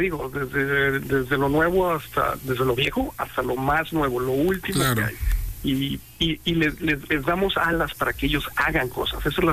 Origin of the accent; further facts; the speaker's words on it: Mexico; moved away as an adult; yo le pago a México lo que México hizo por mí, ¿no? Yo cuando terminé mi escuela de medicina me salí de México y ya nunca regresé.